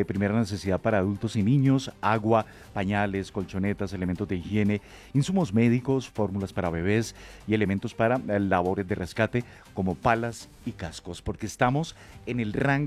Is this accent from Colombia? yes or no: yes; Colombia; lo resolvemos todos como, sí, colombianos